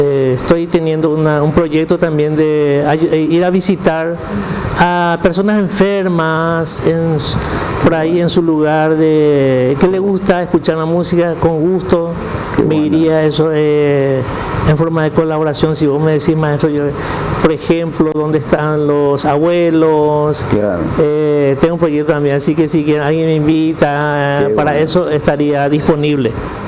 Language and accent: Spanish; Coronel Bogado, Itapúa, Paraguay; Soy de Coronel Bogado, Itapúa, soy itapuense de Coronel Bogado, soy técnico de la ANDE, claro, en Capiatá